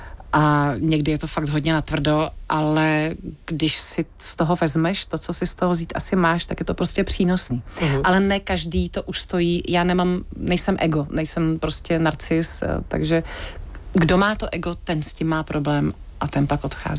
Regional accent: Plzeň, Plzeň Region, Czechia; jsem z Plzně

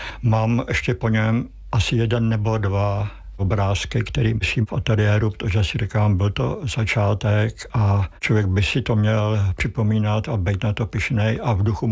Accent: Prague, Czechia; also born or lived in Vyšehrad, Prague; Já jsem se narodil pod Vyšehradem, ale bydleli jsme v Košířích, čiliže já do svých 15 let jsem v těch Košířích bydlel.

